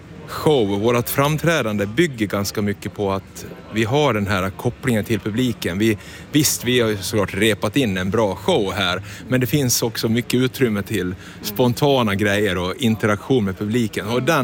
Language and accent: Swedish; Borlänge, Dalarna County, Sweden; Så att nu få starta upp igen hemma i Borlänge, ja, det känns väldigt rätt.